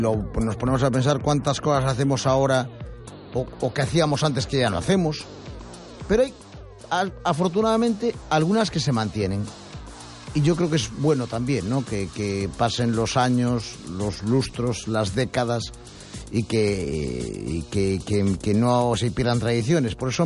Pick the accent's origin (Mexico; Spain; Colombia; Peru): Spain; Galicia; fui pregonero de estas fiestas del centro asturiano, como primo hermano gallego, no como asturiano